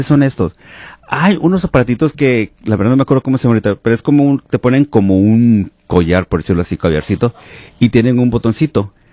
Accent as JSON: {"language": "Spanish", "country": "Mexico", "moved": "yes", "lives_now": "Washington, United States", "said": "yo soy de México"}